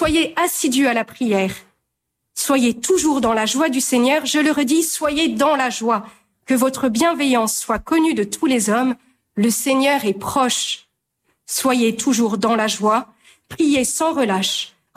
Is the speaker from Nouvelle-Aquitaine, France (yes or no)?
yes; Bergerac, Nouvelle-Aquitaine, France; Alors je viens de Bergerac